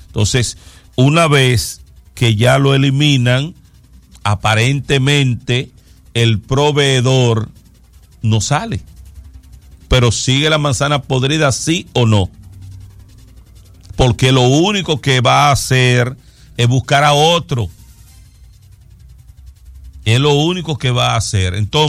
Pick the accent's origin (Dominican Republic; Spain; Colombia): Dominican Republic